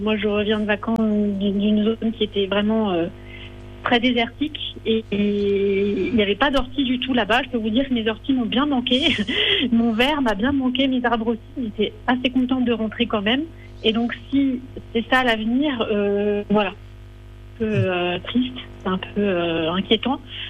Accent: Grand Est, France; moved away; Mais dans ma région d'origine, qui est l'Alsace

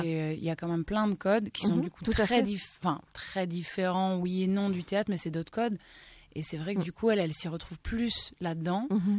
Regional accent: Labenne, Nouvelle-Aquitaine, France; Oui, enfin, j'ai grandi à La Benne et après, très vite, études sur Bayonne, donc dans le secteur.

